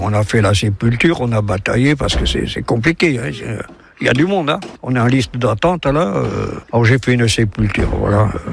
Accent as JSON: {"language": "French", "town": "Mauléon", "region": "Nouvelle-Aquitaine", "country": "France", "tie": "born or raised there", "said": "j'ai 81 ans, je suis natif de Mauléon, pays de Soule bien sûr."}